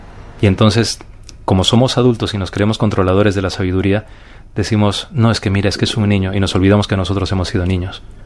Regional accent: Peru; now in Madrid, Spain; al ser peruano, siempre lo llevaba por el terreno de la risa

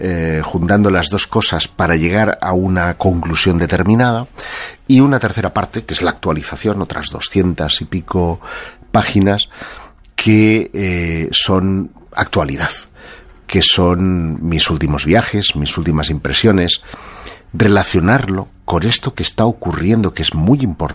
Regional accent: Terrassa, Catalonia, Spain; Ese es mi ciudad natal.

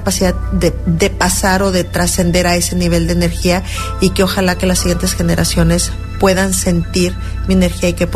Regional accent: San Blas, Nayarit, Mexico

